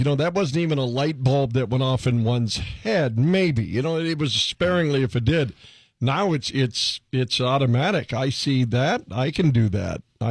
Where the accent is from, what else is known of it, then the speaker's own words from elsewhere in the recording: Williston, North Dakota, United States; I grew up in Williston, even if you grew up in Fargo, that's just massive news.